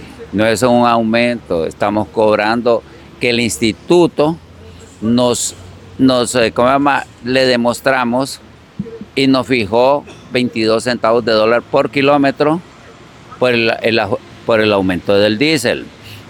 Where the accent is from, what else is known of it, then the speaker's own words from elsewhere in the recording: Honduras; somos hondureños